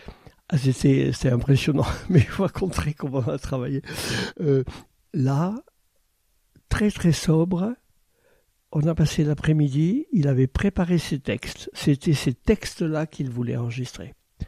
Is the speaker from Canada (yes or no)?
no; Toulouse, Occitanie, France; lui-même étant originaire de Toulouse, comme moi. Donc, quand j'étais jeune étudiant à Toulouse